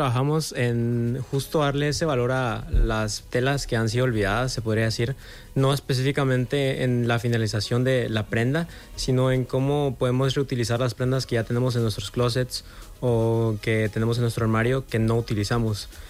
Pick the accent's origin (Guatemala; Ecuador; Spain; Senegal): Guatemala; Yo soy de Guatemala, tengo esta marca que se llama Defense